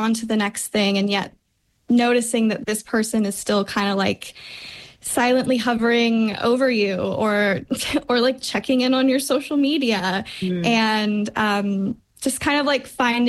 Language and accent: English; Montana, United States; I'm from Montana originally, and I grew up in a pretty musical family.